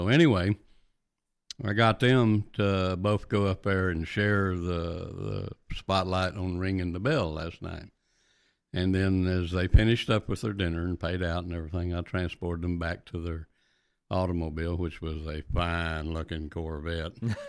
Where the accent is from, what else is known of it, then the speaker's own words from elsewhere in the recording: Texas, United States; I have no desire to leave my home state. I am a native Texan